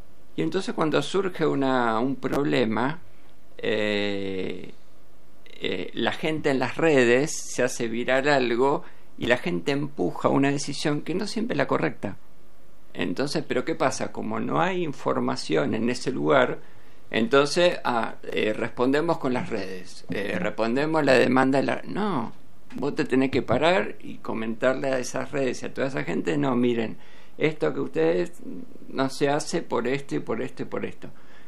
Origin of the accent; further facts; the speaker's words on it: Berisso, Buenos Aires Province, Argentina; also born or lived in Punta Lara; Yo me crié también, yo soy de Berisso, pero me crié toda la vida.